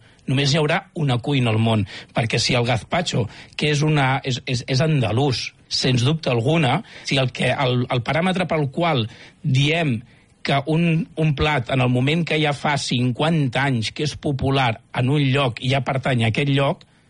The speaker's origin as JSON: {"language": "Catalan", "region": "Catalonia", "country": "Spain", "said": "Jo soc del Baix Llobregat."}